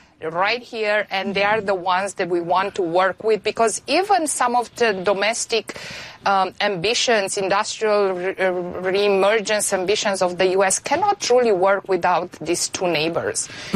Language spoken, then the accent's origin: English; Oradea, Bihor County, Romania; English is a second language; now in Timișoara, Romania; I have to talk about my hometown. It's not just Timișoara. I went to school there, but you should visit Oradea. It's absolutely stunning.